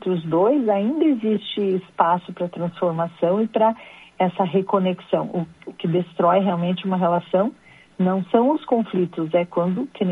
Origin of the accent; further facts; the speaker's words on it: Rio Grande do Sul, Brazil; now in Curitiba, Brazil; sou gaúcha, mas sou psicóloga aqui no Paraná. Me formei aqui.